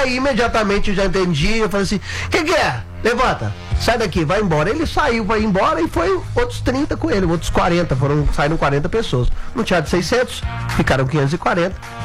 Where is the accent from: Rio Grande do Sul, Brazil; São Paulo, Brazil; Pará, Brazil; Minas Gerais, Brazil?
Minas Gerais, Brazil; Guarani; E eu doei tudo pra Guarani, minha cidade natal.